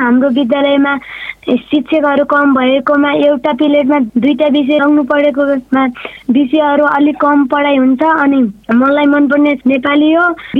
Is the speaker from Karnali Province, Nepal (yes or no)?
yes; Lafa, Karnali Province, Nepal; मेरो पचलझरना गाउँपालिका वडा नम्बर 4 लाफा।